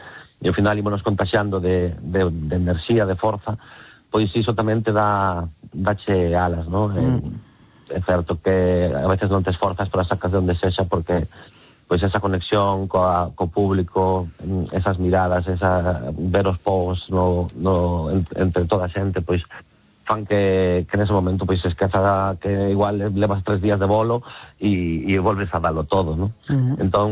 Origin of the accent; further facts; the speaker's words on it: Galicia, Spain; todo o mundo dicía que seríamos vascos, entendía que seríamos vascos, pero nada máis, non, somos galegos